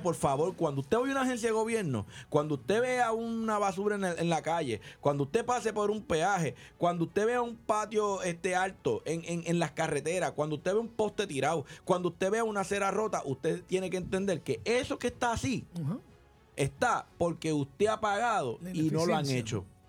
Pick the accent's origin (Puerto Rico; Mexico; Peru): Puerto Rico; yo no soy el único puertorriqueño que gasto.